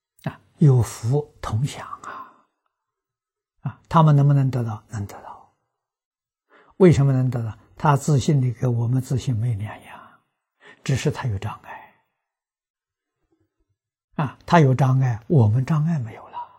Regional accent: China; 我们中国人教学讲，教学相长

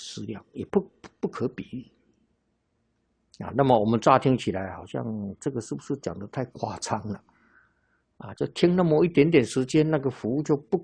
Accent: China; 那我们中国人呐、啊。昼夜分为12个时辰

